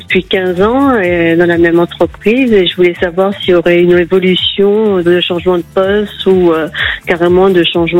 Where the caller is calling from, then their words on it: Auvergne-Rhône-Alpes, France; De la Savoie.